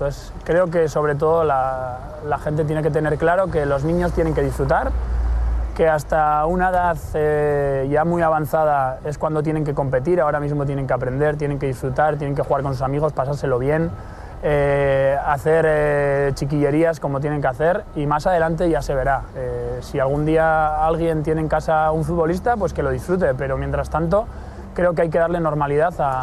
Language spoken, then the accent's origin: Spanish; Navarre, Spain; Estaba tan contento y tan feliz de jugar en el equipo de mi tierra